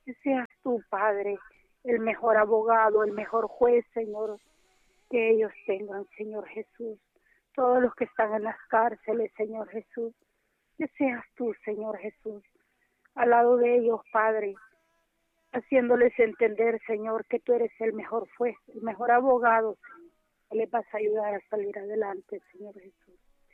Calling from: Cofradía, Cortés, Honduras; De Cofradía, Carretera Vieja Blancho.

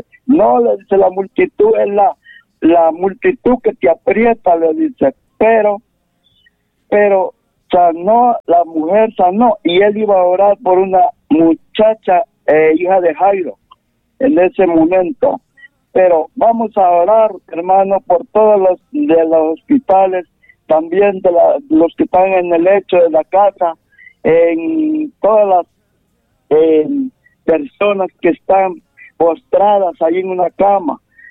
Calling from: San Luis, Santa Bárbara, Honduras

